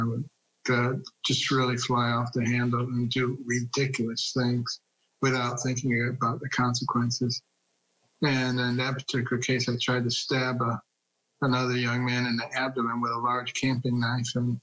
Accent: Detroit, Michigan, United States; also born or lived in Boston; Well, I grew up in Detroit, a very liberal city, and then in Boston, a very liberal city.

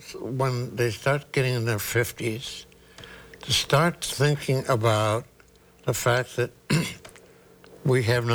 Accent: Ireland; being Irish

